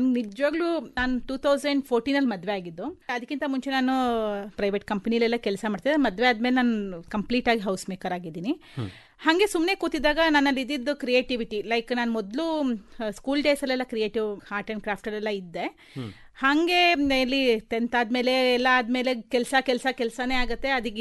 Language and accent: Kannada; Mysore, Karnataka, India; ನಾವು ಮೈಸೂರಿನವರೇ ಸರ್.